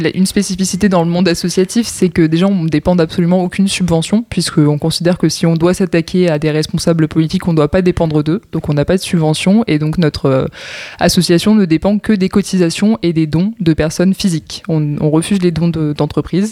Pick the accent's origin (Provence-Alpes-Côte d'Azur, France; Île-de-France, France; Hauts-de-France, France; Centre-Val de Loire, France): Provence-Alpes-Côte d'Azur, France; j'ai 26 ans, je suis originaire des Bouches-du-Rhône.